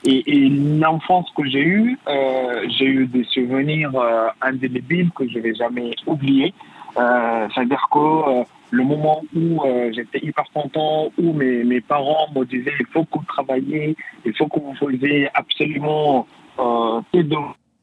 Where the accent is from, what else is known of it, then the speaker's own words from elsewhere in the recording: Darfur, Sudan; now in France; mon pays d'origine, le Soudan, et mon pays d'adaptation, où j'étais adopté, la France.